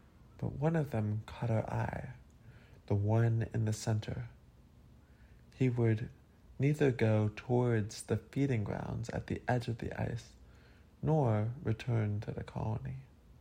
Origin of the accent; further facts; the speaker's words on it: California, United States; I'm from California.